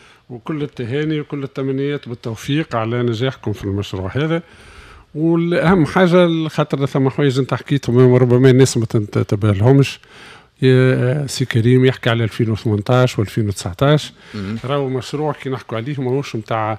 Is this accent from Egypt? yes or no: no; Tunisia; احنا تونس